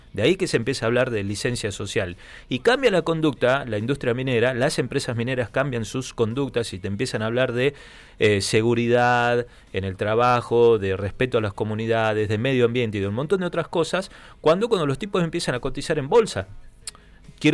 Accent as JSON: {"language": "Spanish", "region": "Santa Cruz", "country": "Argentina", "said": "Vengo de Santa Cruz, el macizo del Deseado"}